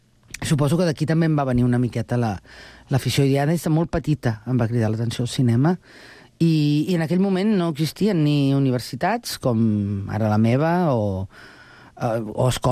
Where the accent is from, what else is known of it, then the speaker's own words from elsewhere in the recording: Barcelona, Catalonia, Spain; born there; now in Sant Cugat del Vallès, Spain; em sento molt santcugatenca després de més de 20 anys visquent aquí, però jo sóc nascuda a Barcelona i me n'alegro molt que m'hagueu adoptat